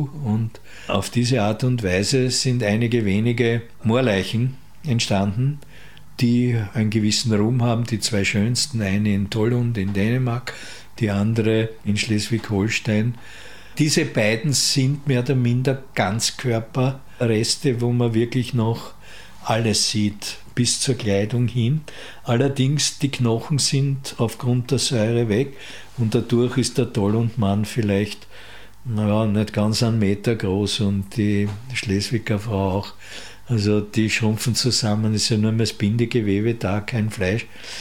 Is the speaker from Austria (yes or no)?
yes; western Austria, Austria; bei uns in Westösterreich bis Salzburg hinein eine Streuwiesenkultur entwickelt